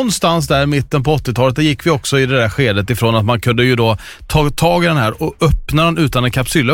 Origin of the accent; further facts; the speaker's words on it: Halland County, Sweden